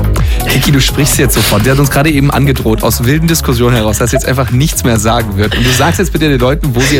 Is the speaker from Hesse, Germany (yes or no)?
no; Stuttgart, Baden-Württemberg, Germany; Ich komme aus Stammheim, das ist praktischerweise direkt nebendran.